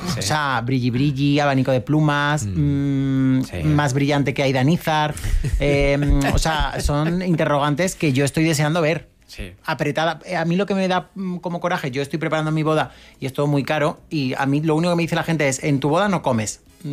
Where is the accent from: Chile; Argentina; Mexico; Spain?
Spain; Pamplona, Navarre; pero si yo soy de Pamplona, ¿cómo me voy a poner yo una mecha californiana?